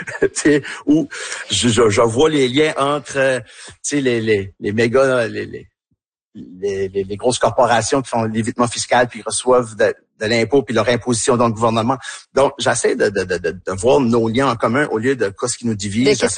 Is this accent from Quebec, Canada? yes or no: no; Tracadie, New Brunswick, Canada; accent: Tracadie; quand je suis avec eux autres, je parle avec mon accent tracadie un peu plus, puis je me laisse aller